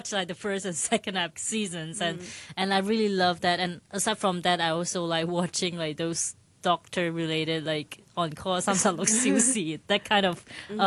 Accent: Malaysia; It's always the moment that I realize, okay, oh yeah, I'm from Malaysia, no wonder.

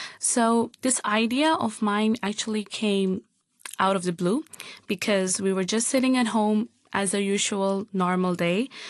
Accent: Hong Kong; I'm the founder of, I was born and raised in Hong Kong as part of the ethnic minority group.

